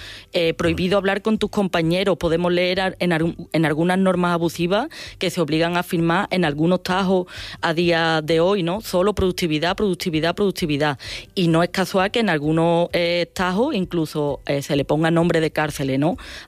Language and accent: Spanish; Castilleja del Campo, Andalusia, Spain; mi pueblo es Cacena del Campo, el limítrofe con el suyo, y bueno, de los somos de los campos de Tejada ambos